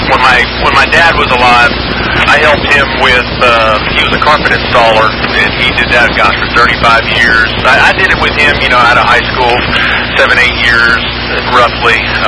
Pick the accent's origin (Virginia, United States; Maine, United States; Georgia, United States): Virginia, United States; Virginia Beach; moved away as an adult; also born or lived in Raleigh-Durham, North Carolina; now in Pickens, United States; we moved here from the Raleigh-Durham area in North Carolina, which is ridiculous with traffic. And originally from Virginia Beach, which is ridiculous in traffic.